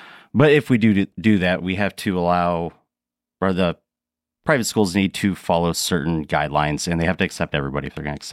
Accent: Davenport, Iowa, United States; Born and raised in Davenport. Graduated from Davenport West, just grew up in the area, love the area, family in the area

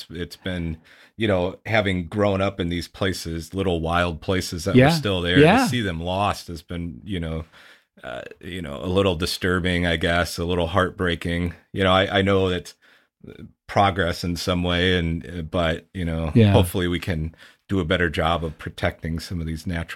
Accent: Bettendorf, Iowa, United States; had a great childhood growing up in Bettendorf. My grandparents actually still had a farm, if you can believe that, on State Street in Bettendorf

